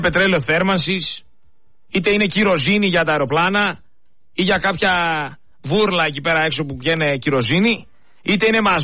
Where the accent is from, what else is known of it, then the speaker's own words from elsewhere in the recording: Greece; εμείς σαν Έλληνες